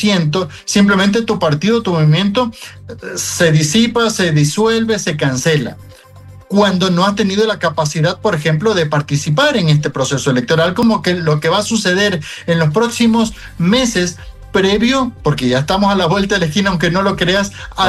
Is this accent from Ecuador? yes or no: yes; Ecuador